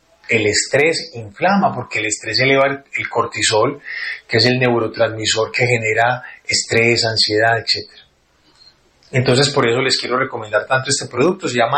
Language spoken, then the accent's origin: Spanish; Colombia; todos somos colombianos